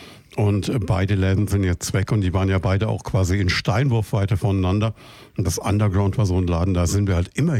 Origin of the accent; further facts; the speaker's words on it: Würzburg, Bavaria, Germany; moved away; Ich komme ja ursprünglich aus Würzburg